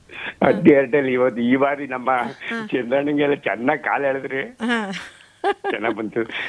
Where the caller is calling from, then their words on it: Mandya, Karnataka, India; ಮಂಡ್ಯದಿಂದ ಮಾತಾಡ್ತೇನೆ.